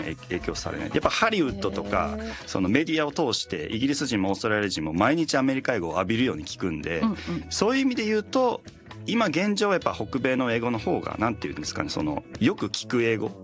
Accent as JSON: {"language": "Japanese", "region": "Hokkaido", "country": "Japan", "tie": "born or raised there", "said": "私北海道生まれ育ちなんですけど、はいはい、母が、佐賀県出身で、私の父は秋田県なんですね。"}